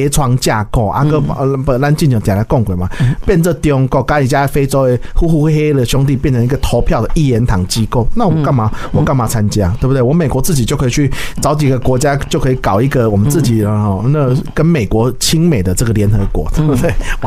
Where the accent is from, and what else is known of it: Taiwan